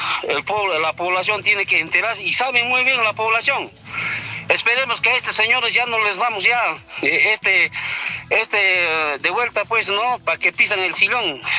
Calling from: Rondocan, Cusco, Peru; Lamentablemente Rondocan pues es un pueblo alejado, no tenemos puesto policial.

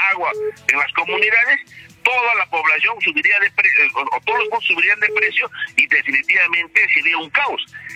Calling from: Peru; nosotros como peruanos

